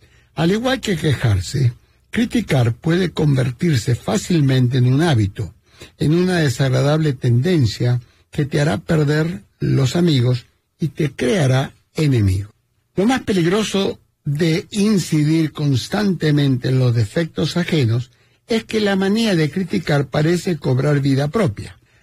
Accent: Argentina; now in Canada; como argentino me gusta comer carne

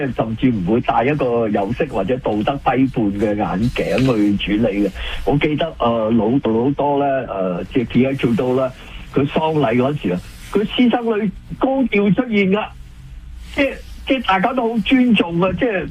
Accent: Canada; 我哋加拿大人

